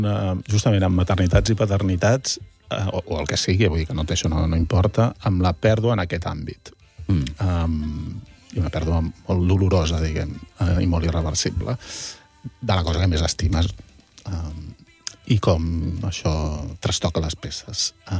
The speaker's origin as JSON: {"language": "Catalan", "town": "Taradell", "region": "Catalonia", "country": "Spain", "said": "Sí, que és d'on jo soc de Taradell"}